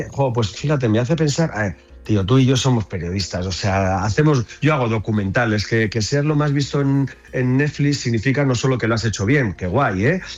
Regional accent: Irún, Basque Country, Spain; Soy del País Vasco, soy de Irún. Soy, por tanto, fronterizo.

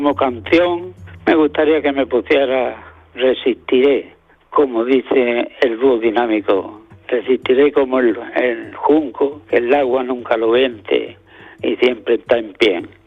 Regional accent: Otívar, Andalusia, Spain; born there; Nací en Otiva, un pueblecillo cerca de aquí de Almuñécar, llamado La Serranía del Sol.

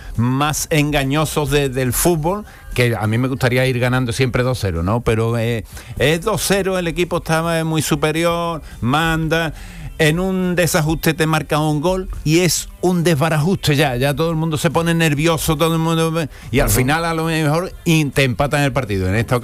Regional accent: Spain; estábamos asustados porque somos españoles

